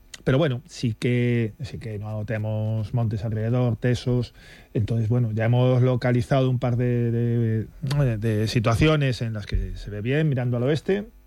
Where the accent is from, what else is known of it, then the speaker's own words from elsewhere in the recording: Galicia, Spain; moved away; yo soy gallego, entonces allí estamos acostumbrados al verde.